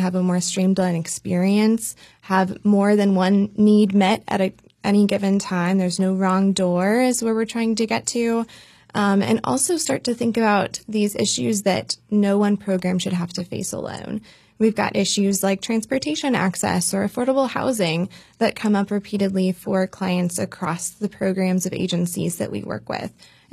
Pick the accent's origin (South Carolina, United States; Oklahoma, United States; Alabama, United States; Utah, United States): Oklahoma, United States; moved away as an adult; now in Chatham County, North Carolina, United States; I'm originally from Oklahoma and getting to pull from my rural knowledge of where I grew up and where my husband grew up.